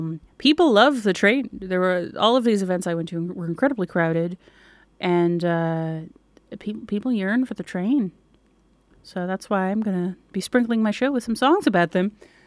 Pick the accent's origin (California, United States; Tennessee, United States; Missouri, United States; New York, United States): New York, United States; Elmira; now in Binghamton, United States; It went through my hometown in Elmira.